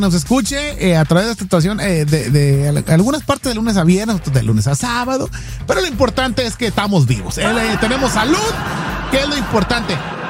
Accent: Estación Capoma, Sinaloa, Mexico; Allá de donde soy yo, de Sinaloa, de Estación Capoma, WhatsApp, Sinaloa, México.

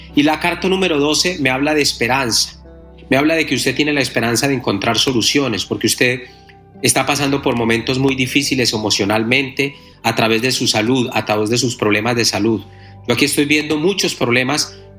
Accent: Catemaco, Veracruz, Mexico

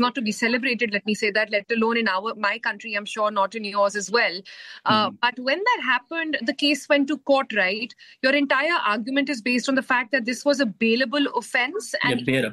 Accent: India; As an Indian, I have to say apologies for the state that you're in at the moment.

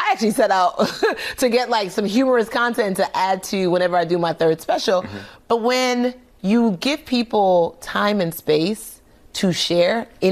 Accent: Nigeria; And I was like, how do I do that? I'm Nigerian.

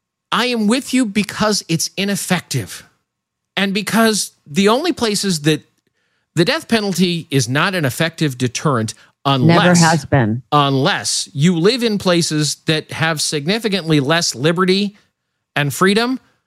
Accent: Nebraska, United States; born there; my home state of Nebraska

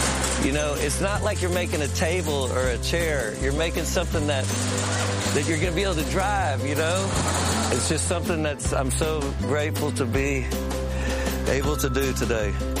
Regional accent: Houston, Texas, United States; And just growing up in Houston, you know, it's the fourth largest city.

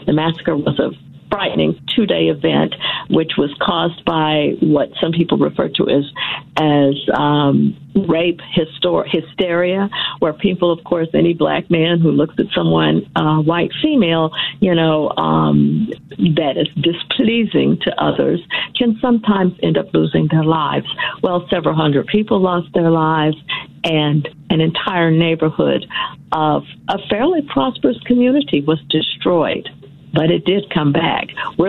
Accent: Fort Smith, Arkansas, United States; now in Oklahoma, United States; I grew up actually on the Oklahoma-Arkansas border. My hometown is Fort Smith.

